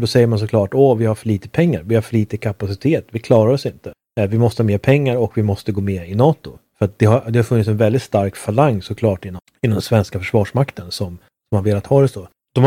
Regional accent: Sweden; jag blev väldigt smickrad som svensk. Jag har ändå en gnista av patriotism inom mig.

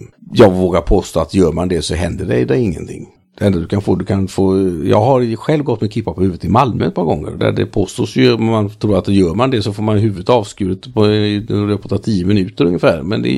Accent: Paris, Île-de-France, France; now in Sweden; Jag kommer från Paris.

